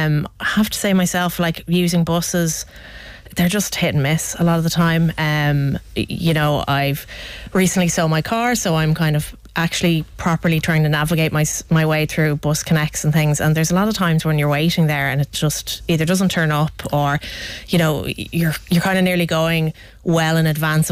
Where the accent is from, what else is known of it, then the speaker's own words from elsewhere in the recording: Bray, County Wicklow, Ireland; I'm from Bray originally